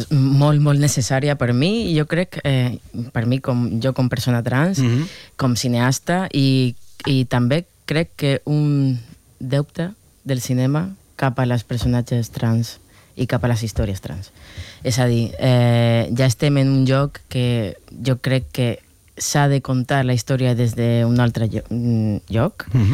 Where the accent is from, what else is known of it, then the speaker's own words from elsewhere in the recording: Níjar, Andalusia, Spain; yo en vaig créixer allà, a Níjar.